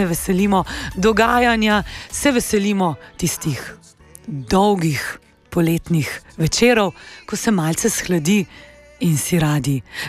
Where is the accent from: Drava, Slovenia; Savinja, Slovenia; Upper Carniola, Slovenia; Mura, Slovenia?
Upper Carniola, Slovenia; se smo Slovenci, Gorenci znani po tem, da smo športni navdušenci.